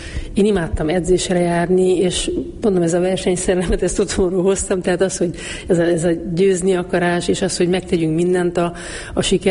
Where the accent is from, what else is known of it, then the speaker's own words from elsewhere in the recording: Mezőbánd, Mureș County, Romania; ez egy nagy község ez a Mezőbánd, ahol én születtem, és 13 évesen bekerültem Marosvásárhelyre